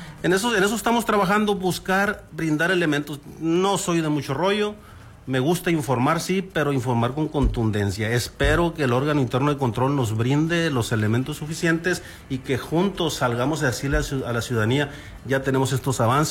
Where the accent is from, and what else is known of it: Mexico